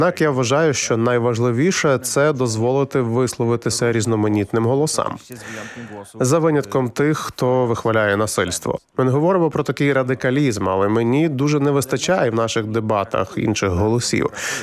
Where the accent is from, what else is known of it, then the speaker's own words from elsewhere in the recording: Poland; Я говорю від їхнього імені як поляк